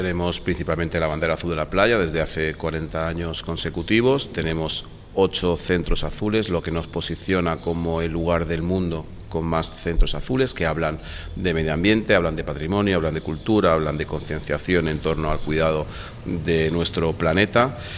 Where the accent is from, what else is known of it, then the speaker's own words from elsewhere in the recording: Benidorm, Valencian Community, Spain; now in Alfaz del Pi, Spain; yo soy nacido en Benidorm y me he criado en la playa de Benidorm y su arena.